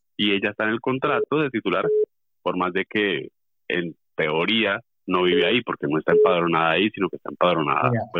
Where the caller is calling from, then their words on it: Barcelona, Catalonia, Spain; de Barcelona.